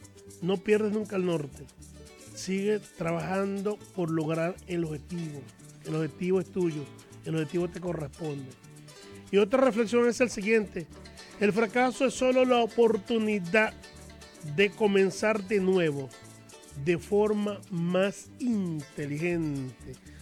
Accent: Guárico, Venezuela; Veguerito, llanero, guariqueño de Sarasa.

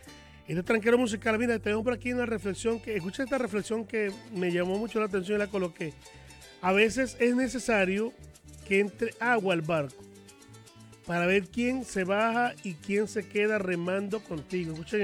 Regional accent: Venezuela

